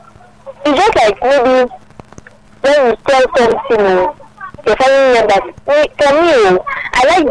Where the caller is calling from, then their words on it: Lagos, Nigeria; I'm calling from Lagos.